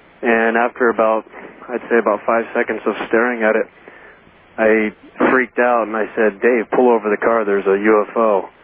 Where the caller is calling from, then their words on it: Mesa, Arizona, United States; I'm in Mesa, Arizona